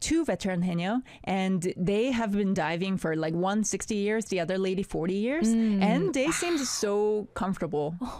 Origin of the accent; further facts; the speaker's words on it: Daejeon, South Korea; moved away as an adult; I'm from Daejeon, which is another major city, but it's in the middle of Korea, maybe 2-hour drive south from Seoul. So it's considered, you know, not a major place that you want to spend your youth in.